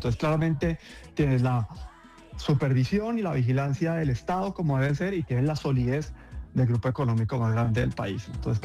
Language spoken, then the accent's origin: Spanish; Colombia; creo que es un tema que tenemos que celebrar como colombianos